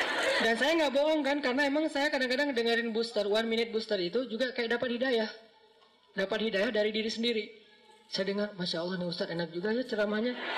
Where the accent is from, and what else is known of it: Aceh, Indonesia; born or raised there; moved away; also born or lived in Egypt